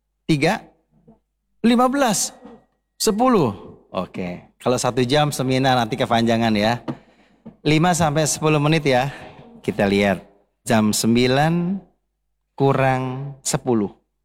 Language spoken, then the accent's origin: Indonesian; Jakarta, Indonesia; born there; Rumah saya lahir di Kelapa Gading nomor 4. Sekarang saya tinggal di Wisma Adi Sucipto sebagai pendamping mahasiswa.